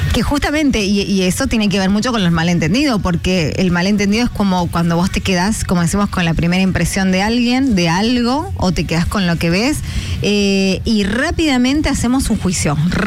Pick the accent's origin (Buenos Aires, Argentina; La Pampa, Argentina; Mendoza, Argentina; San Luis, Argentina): Mendoza, Argentina